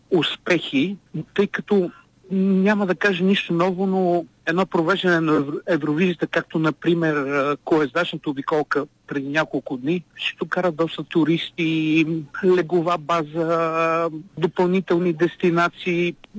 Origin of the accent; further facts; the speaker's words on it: Sofia, Sofia City, Bulgaria; Аз съм от София, обаче Пловдив ми е така на сърцето